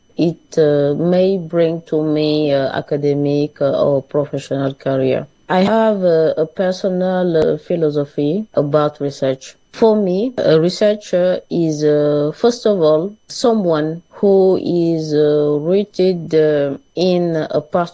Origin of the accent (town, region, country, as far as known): Senegal; accent: French accent; first language French; English is a second language